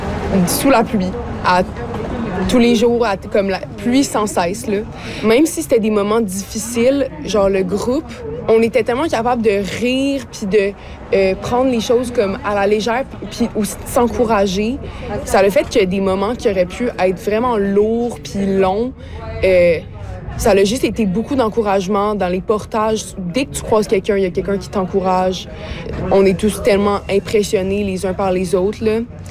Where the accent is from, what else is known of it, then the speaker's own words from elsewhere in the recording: Montreal, Quebec, Canada; la plupart du groupe, on vient de Montréal. C'est comme un endroit où tout va tellement vite. Tu vois pas beaucoup de nature, t'as pas beaucoup de temps pour entendre tes pensées.